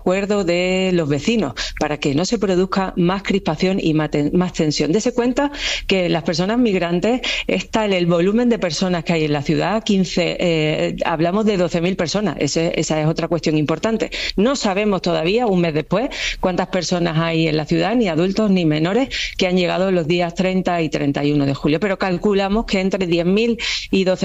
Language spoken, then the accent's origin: Spanish; Ceuta, Spain; yo como española, como ceutí, como europea, pido que se desplieguen todos los medios necesarios del Estado.